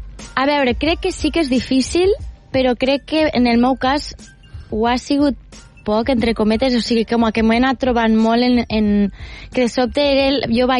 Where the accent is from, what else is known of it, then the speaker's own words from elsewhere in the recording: Lleida, Catalonia, Spain; Soc de Lleida.